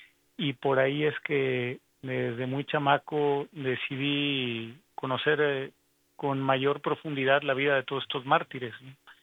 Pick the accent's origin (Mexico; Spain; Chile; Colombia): Mexico; Tepatitlán, Jalisco; yo nací en un lugar en tierra cristera. Yo nací en Tepatitlán, Jalisco, que es un lugar en los altos de Jalisco, digamos, entre San Juan de los Lagos y Guadalajara